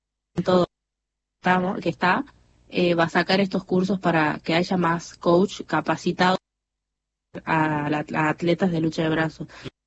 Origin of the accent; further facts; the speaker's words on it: San Miguel de Tucumán, Tucumán, Argentina; now in Yerba Buena, Argentina; Tucumán, bueno, toda mi vida viví en Tucumán capital, y ahora ahora vivo en Yerba Buena, que es como a 20 minutos de capital.